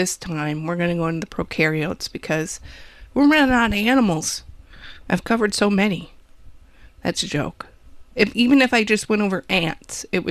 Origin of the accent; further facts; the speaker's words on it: Wisconsin, United States; accent: Wisconsin; I heard my Wisconsin accent there.